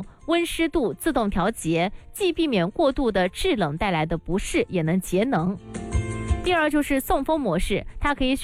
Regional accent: Guangdong, China; 对于我们广东人来说，我们深圳的这个气候

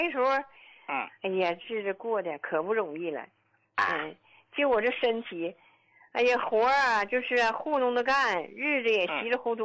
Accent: Yingkou, Liaoning, China; 我是来自辽宁，就是营口的患者。

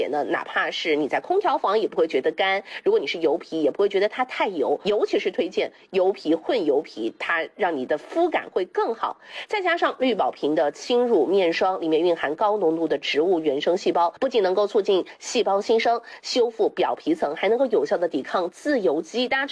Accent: Jiangxi, China; 这是我们江西人自己的购物商城。

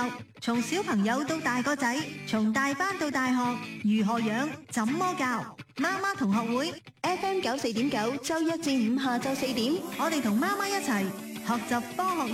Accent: Guangdong, China; 我哋广东人

